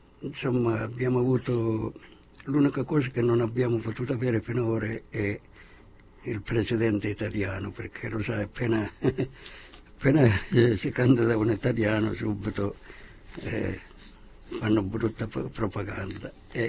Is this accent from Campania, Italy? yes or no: no; Calabria, Italy; accent: Calabrian; Come si capisce che anche io sono calabrese, dal mio accento calabrese.